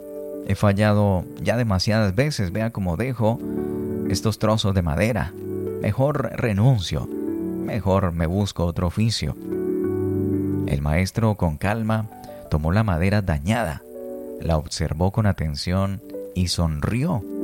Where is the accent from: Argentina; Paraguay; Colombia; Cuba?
Colombia; Tenemos una gran riqueza cultural en nuestra Colombia por conocer, por descubrir, siendo nosotros colombianos.